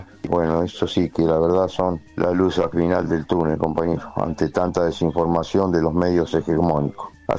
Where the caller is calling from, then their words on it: Merlo, Buenos Aires Province, Argentina; de Merlo y jubilado, 73 años